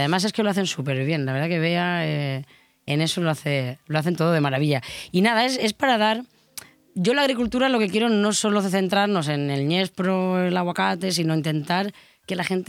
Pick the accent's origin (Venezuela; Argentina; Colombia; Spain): Spain; Polop, Valencian Community; Yo, cuando era pequeña, en Polop había mucha viña.